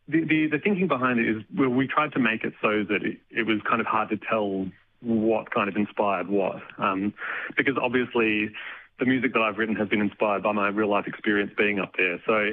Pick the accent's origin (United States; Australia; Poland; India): Australia; Aberfoyle Park, South Australia; also born or lived in Flagstaff Hill; So I grew up around Aberfoyle Park, Flagstaff Hill, that area.